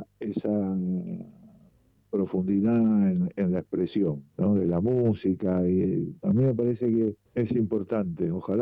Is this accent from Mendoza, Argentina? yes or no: no; Morón, Buenos Aires Province, Argentina; los dos somos de Morón.